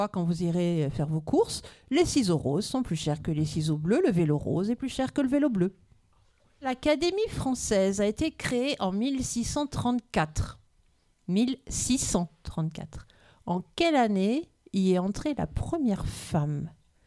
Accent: France; Et du coup, chez nous, en France, à votre avis ?

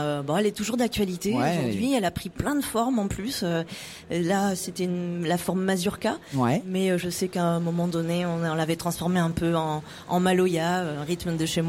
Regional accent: Réunion; Donc je suis née à La Réunion, j'ai grandi à La Réunion et puis après le bac

